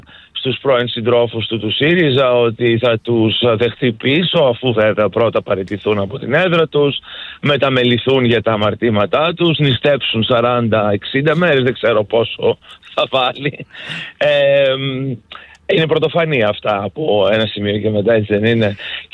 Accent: Thessaloniki, Central Macedonia, Greece; Εγώ βλέπω τον Δήμαρχο Θεσσαλονίκης, ο οποίος, από την πόλη μου, και ο οποίος, από την οποία κατάγομαι

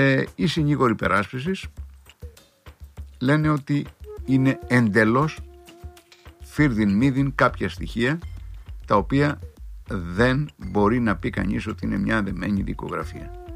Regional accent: Crete, Greece; στο χωριό μου, στην Κρήτη

